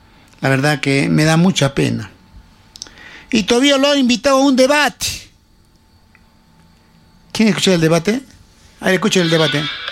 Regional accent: Yura, Arequipa, Peru; born there; Ver cómo en mi distrito, donde yo nací

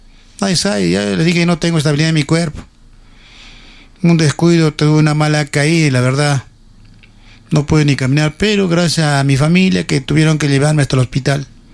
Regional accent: Arequipa, Peru; born there; mi distrito, Cerro Colorado, donde yo nací

